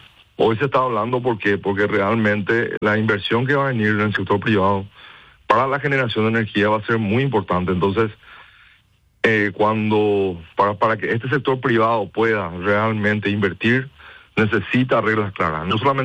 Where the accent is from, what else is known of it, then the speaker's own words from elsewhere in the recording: Paraguay; O sea, es una realidad que nosotros tenemos que ser conscientes como paraguayos, que el tiempo se nos agota